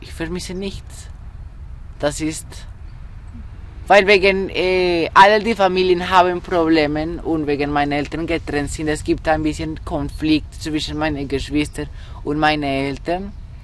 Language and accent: German; Bogotá, Cundinamarca, Colombia; German is a second language; Ajiaco ist eine Suppe von von einer Zone in Kolumbien, wo ich geboren bin und wo ich lebe. Das Hauptstadt von Kolumbien. Das ist eine Zone, das heißt Cundiboyacense.